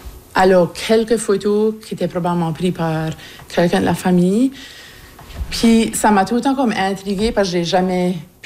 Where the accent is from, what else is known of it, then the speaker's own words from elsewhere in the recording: Shediac Ridge, New Brunswick, Canada; now in Pleasant Ridge, Canada; J'ai 51 ans. Je suis originaire de Shediac Ridge, autrement connue maintenant comme Roserville. Puis j'habite Pleasant Ridge depuis 1998.